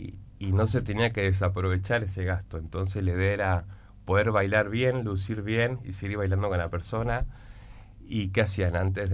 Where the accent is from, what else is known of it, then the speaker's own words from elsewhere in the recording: Tierra del Fuego, Argentina; born there; moved away; En realidad soy nacido aquí, en Tierra del Fuego.